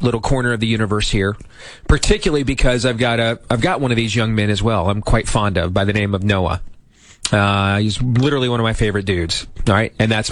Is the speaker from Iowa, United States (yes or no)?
yes; Iowa, United States; the platform I had in my home state of Iowa